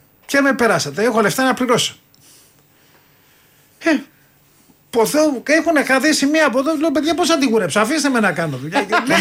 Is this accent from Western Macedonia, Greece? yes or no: no; Peristeri, Attica, Greece; Εγώ μεγάλωσα στο Περιστέρι βασικά.